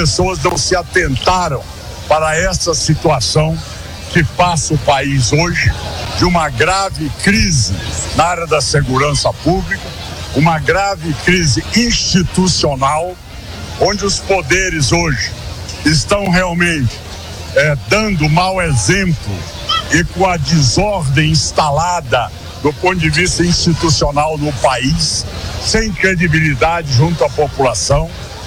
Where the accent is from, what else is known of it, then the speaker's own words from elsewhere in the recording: Goiás, Brazil; Nós hoje batemos no peito em qualquer lugar do Brasil e falamos, nós somos goianos.